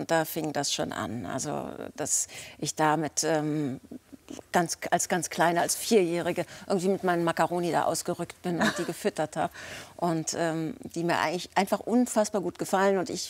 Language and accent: German; Berlin, Germany; Also ich bin ja in Berlin teilweise aufgewachsen und aber auch schon im Spandauer Forst.